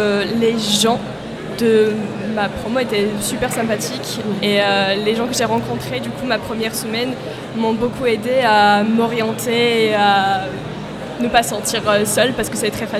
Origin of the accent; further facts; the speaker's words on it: Georgia; moved away as an adult; now in Rennes, France; Oui, je viens de Géorgie et c'est ma troisième année sur Rennes.